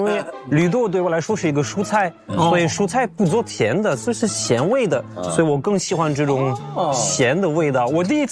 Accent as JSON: {"language": "Chinese", "country": "France", "second_language": "Chinese", "moved": "yes", "said": "我老家有许多用猪肠做的各种各样的香肠啊，各种料理"}